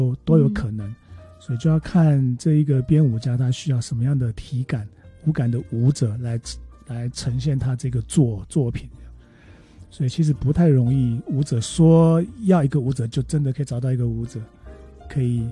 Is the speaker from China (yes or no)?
no; Miaoli County, Taiwan; 因为我是苗栗人